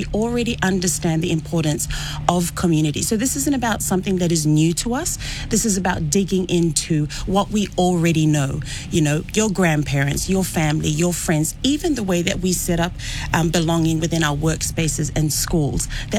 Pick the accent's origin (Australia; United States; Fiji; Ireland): Fiji; moved away; I come from Fiji myself